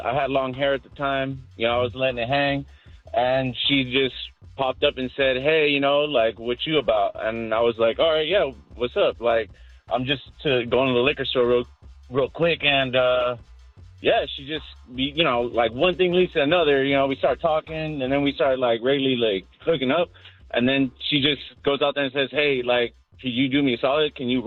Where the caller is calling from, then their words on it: Lincoln Heights, California, United States; I'm calling from Lincoln Heights.